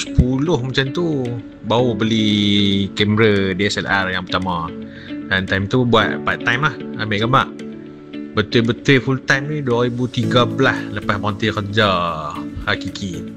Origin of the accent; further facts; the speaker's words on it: Sungai Petani, Kedah, Malaysia; now in Jitra, Malaysia; anak jati Kedah yang berasal dari Sungai Petani tapi kini menetap di Jitra.